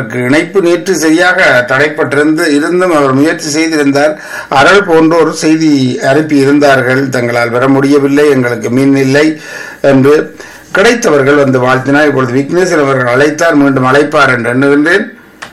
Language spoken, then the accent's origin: Tamil; Sri Lanka; நானும் ஒரு ஈழத்தமிழன் தான், அதனால் அந்நாடு எனக்கு தெரியும்.